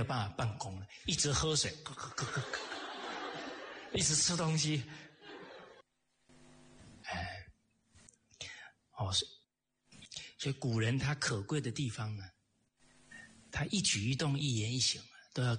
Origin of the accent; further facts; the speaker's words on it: Malaysia; 我们马来西亚华人都会回家扫墓